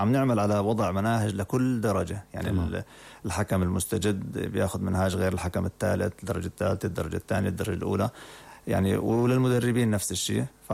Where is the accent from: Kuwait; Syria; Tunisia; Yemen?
Syria